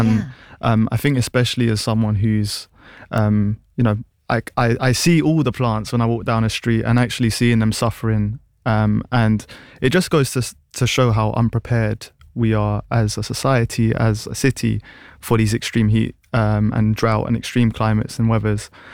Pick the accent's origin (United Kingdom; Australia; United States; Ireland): United Kingdom; London; I'm born and raised in Notting Hill, North Kensington, and growing up, I was just familiar with, I guess, concrete and kind of like the hard urban landscapes of London.